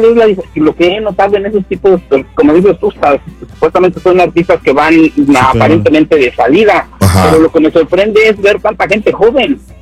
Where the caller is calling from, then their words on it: Indiana, United States; yo soy de acá de Indiana.